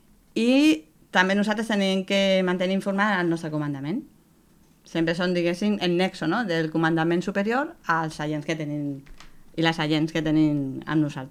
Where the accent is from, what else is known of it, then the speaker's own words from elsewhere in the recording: Vilassar de Mar, Catalonia, Spain; born there; moved away as an adult; also born or lived in Argentona; now in Mataró, Spain; No, venia de Mataró. Ah. Després de petita vaig anar a viure a Vilassar de Mar. I després vaig vindre aquí, a Argentona, i ara he tornat a Mataró.